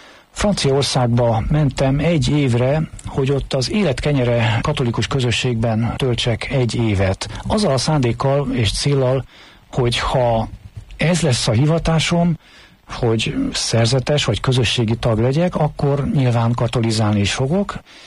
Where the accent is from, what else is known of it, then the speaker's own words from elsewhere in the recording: Veszprém, Veszprém County, Hungary; first language Hungarian; Veszprémi gyerek vagyok